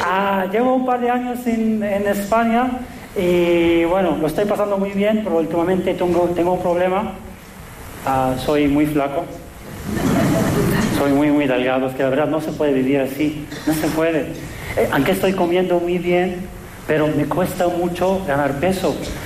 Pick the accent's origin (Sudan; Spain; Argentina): Sudan; Yo soy de Sudán y yo sé que la gente no sabe mucho de mi país